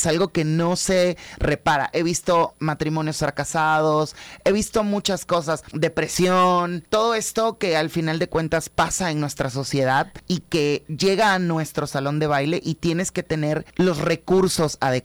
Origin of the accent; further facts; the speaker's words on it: Tabasco, Mexico; como buena familia tabasqueña